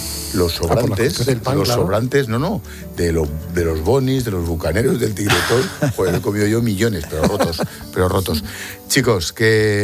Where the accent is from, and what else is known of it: Madrid, Community of Madrid, Spain; moved away